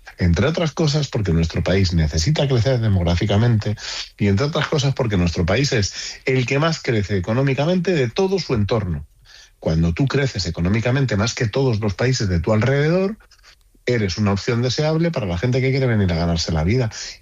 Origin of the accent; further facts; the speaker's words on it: Spain; porque todos somos españoles y los ceutíes no pueden cargar solos con esto.